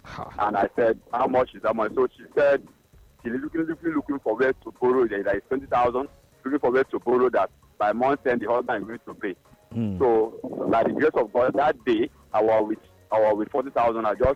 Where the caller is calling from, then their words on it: Lagos, Nigeria; I call from Lagos.